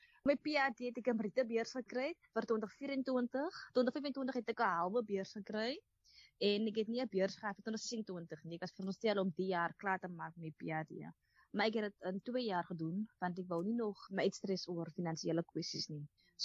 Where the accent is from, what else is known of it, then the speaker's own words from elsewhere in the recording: Atlantis, Western Cape, South Africa; now in Atlantis, South Africa; by die skool het hulle vir my gevra van waar is ek, en sê, ek is van Atlantis, ek bly in Island Place, ek bly in die kort